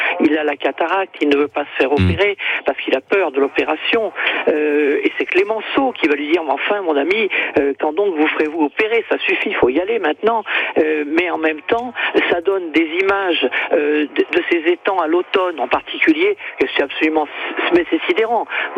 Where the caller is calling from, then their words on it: Corbère, Occitanie, France; je suis à Corbert.